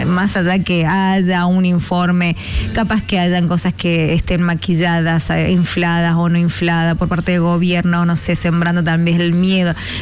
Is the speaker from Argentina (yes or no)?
yes; Argentina